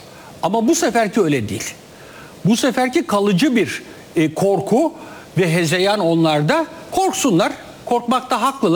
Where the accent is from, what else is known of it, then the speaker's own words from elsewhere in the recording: Cyprus; Ben Kıbrıslıyım.